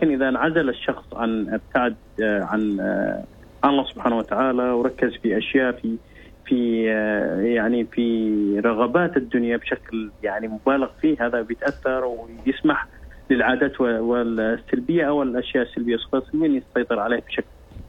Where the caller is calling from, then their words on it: Seeb, Muscat Governorate, Oman; اكلمك من ولاية السيب المعبيلة.